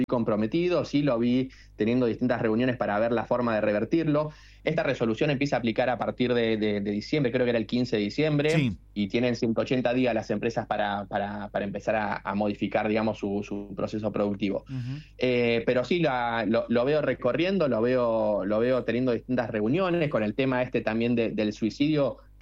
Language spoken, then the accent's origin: Spanish; Argentina